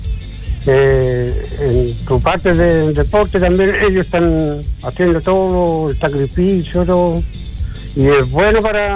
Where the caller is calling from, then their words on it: Angol, Araucanía, Chile; si todos somos de aquí de Angol